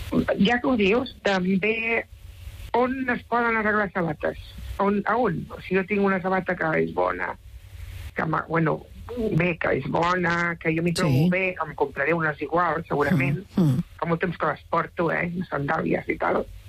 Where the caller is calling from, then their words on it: Barcelona, Catalonia, Spain; Jo vinc a prop de Sant Pau, estic al de Sant Pau, a la Sagrada Família.